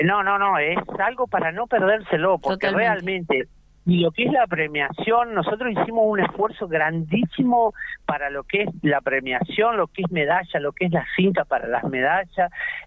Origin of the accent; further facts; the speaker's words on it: Comandante Luis Piedrabuena, Santa Cruz, Argentina; La acreditación para todo lo que somos de Piedrabuena